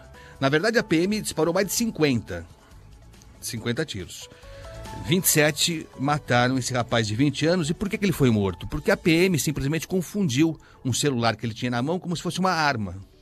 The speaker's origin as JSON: {"language": "Portuguese", "region": "São Paulo", "country": "Brazil", "said": "eu estou falando aqui como paulistano"}